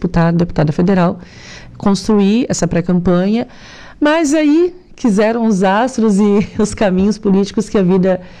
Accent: Criciúma, Santa Catarina, Brazil; eu tenho 39 anos, sou microempreendedora da área de eventos. E desde muito nova, eu sou natural de Criciúma, né? Mas a família reside hoje no município de Sara, no bairro da Esplanada

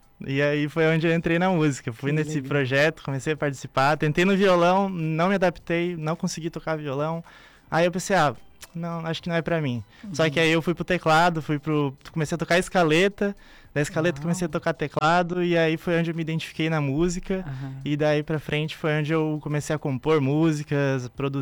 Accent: Torres, Rio Grande do Sul, Brazil; moved away as an adult; now in Criciúma, Brazil; Eu nasci em Torres, no Rio Grande do Sul. Eu morei boa parte da minha vida lá. Eu moro em Criciúma faz pouco tempo, faz mais ou menos um ano e meio.

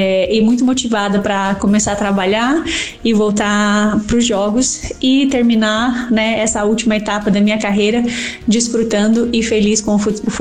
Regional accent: Chapecó, Santa Catarina, Brazil; estou muito feliz com essa volta para Chapecó, com a volta para minha terra

